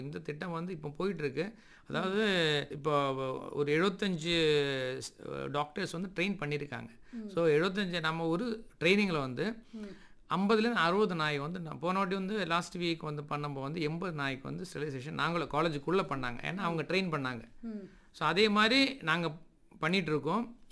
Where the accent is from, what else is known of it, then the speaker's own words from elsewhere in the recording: Nagercoil, Tamil Nadu, India; now in Chennai, India; என்னுடைய சொந்த ஊர்னு நாகர்கோவில், ஆனால் நான் இப்போ இருக்கிற இடம் சென்னை.